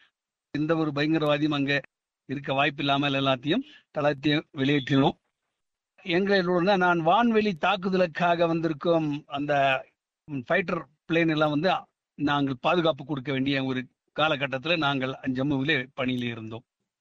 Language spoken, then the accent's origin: Tamil; Tamil Nadu, India; moved away as an adult; நான் உதகை கடநாடு கிராமத்திலே பிறந்து வளர்ந்தவர். எனக்கு 19 வயது ஆகும் போது நான் இந்திய இராணுவத்திலே சேர்ந்தேன்.